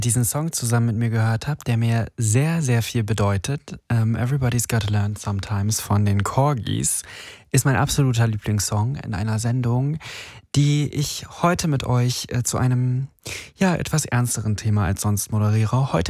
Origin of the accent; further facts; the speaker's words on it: Berlin, Germany; Ah ja, ich komme auch aus Berlin.